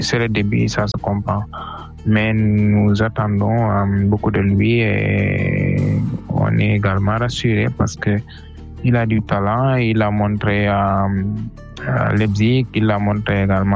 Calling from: Senegal; je suis de Sénégal.

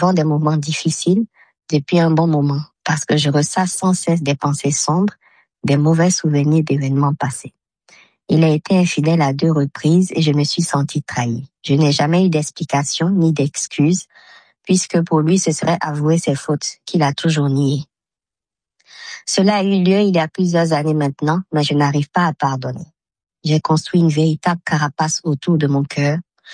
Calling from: Bamako, Mali; je vous appelle depuis Bamako. J'ai 39 ans

